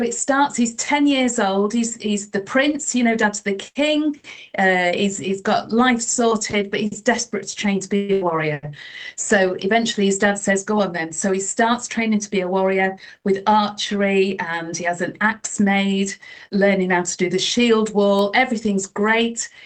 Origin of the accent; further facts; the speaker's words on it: Grimsby, Yorkshire and the Humber, United Kingdom; My hometown is Grimsby, you know, which is Grimm's town